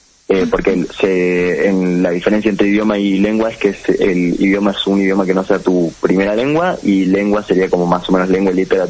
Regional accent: Salta, Argentina; yo soy un estudiante de UWC, de acá de Salta.

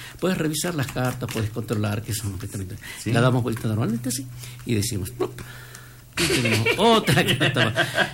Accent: Salta, Argentina; Me fui a trabajar representando a Salta, por supuesto. Pues soy salteño.

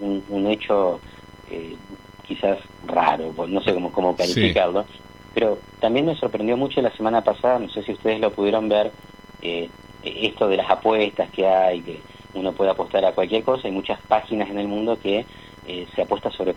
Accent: Argentina; nosotros como argentinos

